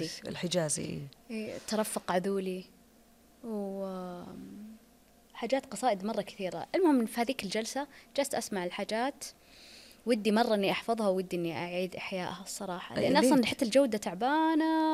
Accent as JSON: {"language": "Arabic", "country": "Saudi Arabia", "said": "هنا عندنا في السعودية."}